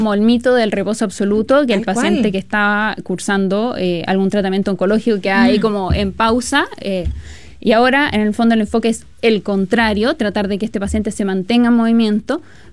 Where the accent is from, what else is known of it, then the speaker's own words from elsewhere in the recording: Chile; algo culturalmente como chilenos lo tenemos súper incluido